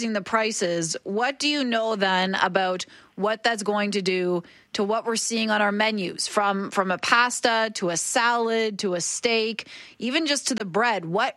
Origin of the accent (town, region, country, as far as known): Ontario, Canada; accent: Ontario